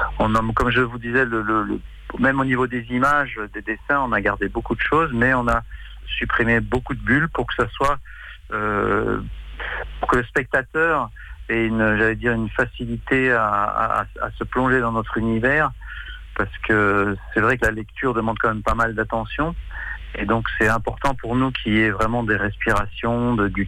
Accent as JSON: {"language": "French", "country": "France"}